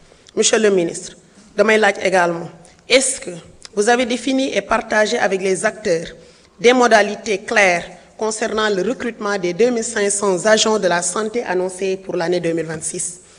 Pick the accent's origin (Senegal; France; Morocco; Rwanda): Senegal; Parce que nous, nous sommes Sénégalais